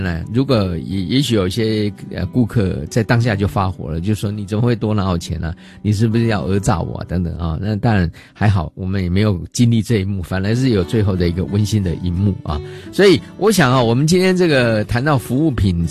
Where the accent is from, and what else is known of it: Taiwan